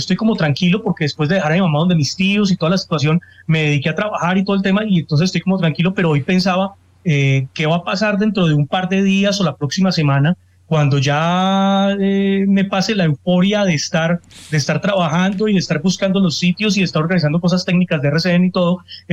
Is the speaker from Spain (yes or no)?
no; Pereira, Risaralda, Colombia; now in Bogotá, Colombia; yo soy de Pereira